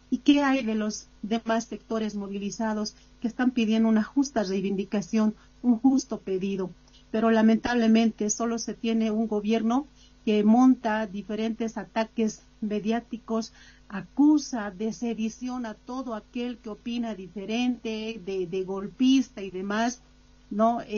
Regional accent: Bolivia; como bolivianos y como exautoridades no queremos que se repita la historia del 2019

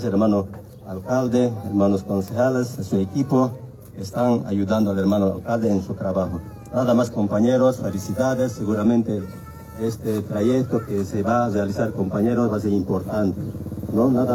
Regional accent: Chimoré, Cochabamba, Bolivia; estar unidos como chimoreños, como cochabambinos, como bolivianos

